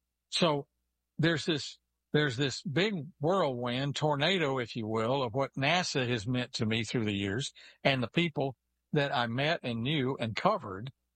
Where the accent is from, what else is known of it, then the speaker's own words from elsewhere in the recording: Fairfield, Texas, United States; my hometown of Fairfield, Texas, which is 90 miles south of Dallas and 161 miles north of NASA.